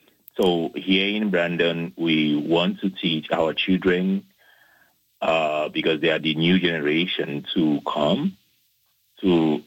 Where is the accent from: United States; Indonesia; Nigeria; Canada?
Nigeria; Yeah, back in Nigeria, what we do is our parents, because back then we were kids, so our parents, they will go and roast the yam.